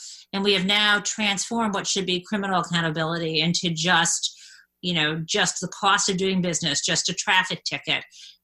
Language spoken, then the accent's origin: English; Midwest, United States; maybe it's because I'm a Midwesterner too